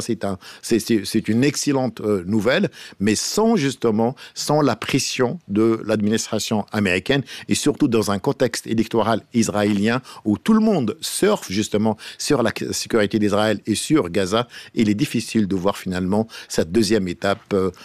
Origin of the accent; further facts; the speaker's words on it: Geneva, Switzerland; moi, en tant que Genevois